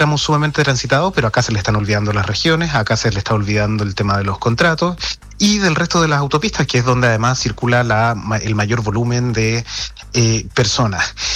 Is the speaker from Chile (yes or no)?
yes; Chile; nosotros como chilenos